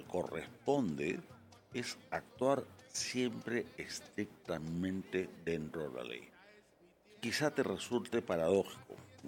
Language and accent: Spanish; Peru